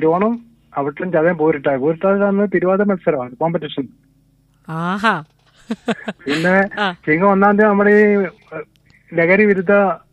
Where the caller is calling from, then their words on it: Kerala, India; ബോബക്കാവിൽ നിന്നാണ്.